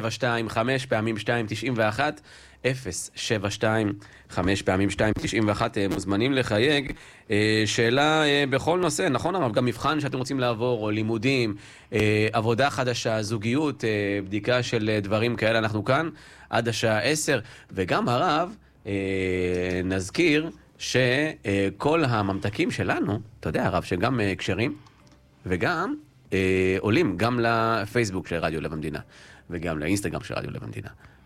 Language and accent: Hebrew; Petah Tikva, Central District, Israel; born there; בפתח תקווה, כן, בעיר הולדתי.